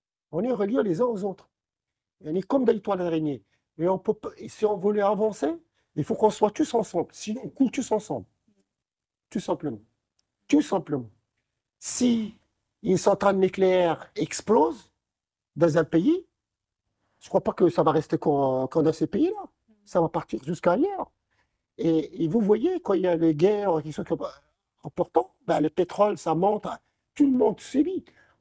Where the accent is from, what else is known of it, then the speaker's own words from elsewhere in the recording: Morocco; Dès qu'ils voient que je suis marocain, ils sont contents.